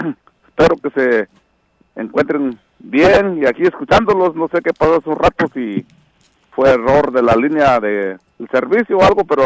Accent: Santa María Tindú, Oaxaca, Mexico; moved away as an adult; me transformo allá a Oaxaca, mi lindo estado, mi pueblo natal, pueblito querido, Santa María Tindú. Y hace años que me vine de allá, pero como quiera, no me salí de Tindú, ni Tindú se sale de mí.

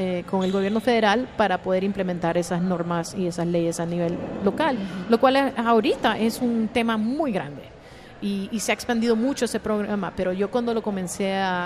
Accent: United States; born there; yo vengo de la comunidad inmigrante, mis padres pasaron por todo eso. Yo gracias a Dios nací en los Estados Unidos

